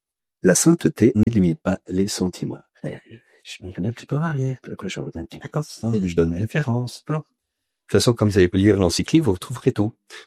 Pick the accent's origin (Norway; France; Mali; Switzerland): France; parce qu'on est français